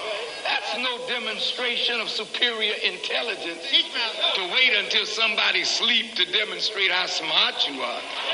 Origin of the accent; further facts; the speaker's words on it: New York City, New York, United States; born there; now in Georgia, United States; I was born in New York City. But I'm here in Georgia.